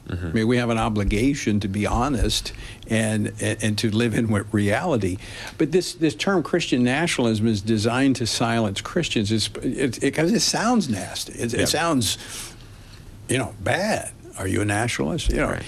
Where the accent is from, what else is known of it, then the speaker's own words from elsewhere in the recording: United States; I've traveled the world. I'm glad I'm an American.